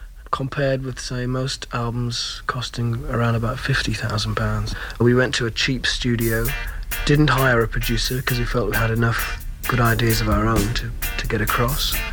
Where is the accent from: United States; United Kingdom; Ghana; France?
United Kingdom; Newcastle upon Tyne, North East England; I got it when I played in a Dixieland jazz group in my hometown of Newcastle.